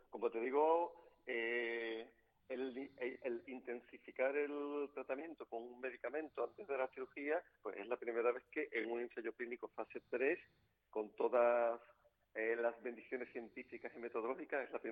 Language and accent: Spanish; Spain; soy el único español que aparece.